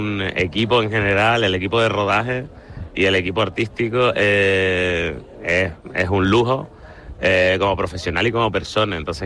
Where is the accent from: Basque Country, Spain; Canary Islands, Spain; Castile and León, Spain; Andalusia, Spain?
Canary Islands, Spain; moved away; aquí somos como somos y somos canarios y hablamos como hablamos